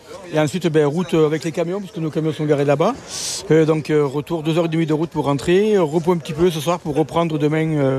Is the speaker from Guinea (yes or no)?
no; south-east France, France; now in Lot-et-Garonne, France; Je suis originaire du Sud-Est, donc le Sud-Est, le feu de forêt, je connais bien.